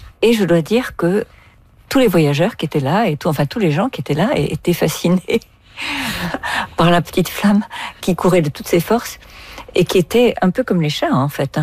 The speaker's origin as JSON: {"language": "French", "country": "Algeria", "moved": "yes", "lives_now": "France", "said": "D'Algérie, je suis partie, mais parfois, je me dis aussi, tu sais, si on joue avec l'idiome français, je suis d'Algérie, je suis partie, je suis une partie d'Algérie. Une petite partie."}